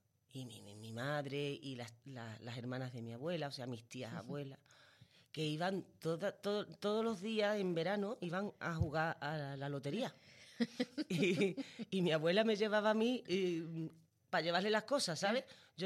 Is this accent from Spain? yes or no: yes; El Puerto de Santa María, Andalusia, Spain; accent: gaditano; now in Madrid, Spain; Les pego yo el acento, me dicen, me estás pegando el acento gaditano, o sea, ¿cómo puede ser? Y es lo único que no se me ha quitado